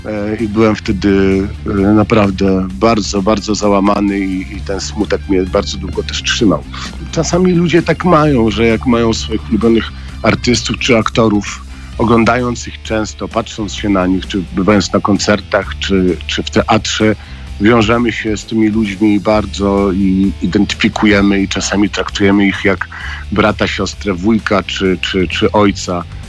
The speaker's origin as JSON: {"language": "Polish", "town": "Toruń", "region": "Kuyavian-Pomeranian Voivodeship", "country": "Poland", "said": "One nie są takie bardzo znane, bo jestem z Torunia i znałem Grzegorza."}